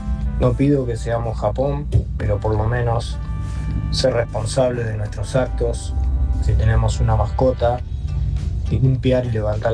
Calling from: Buenos Aires, Argentina; soy de La Paternal.

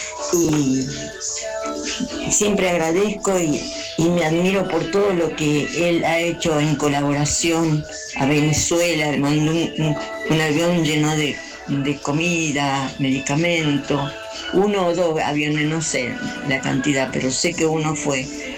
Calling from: San Justo, Buenos Aires Province, Argentina; de San Justo

